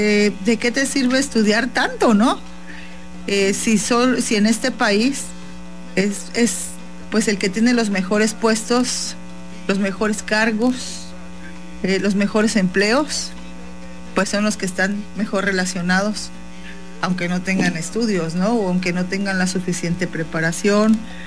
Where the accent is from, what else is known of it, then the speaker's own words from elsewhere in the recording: Mexico; nuestra mentalidad debe de cambiar como mexicanos